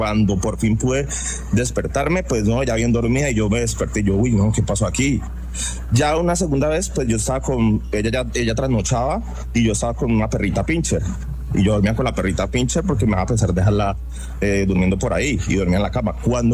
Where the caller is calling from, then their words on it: Cali, Valle del Cauca, Colombia; Desde aquí de Cali, Valle del Cauca.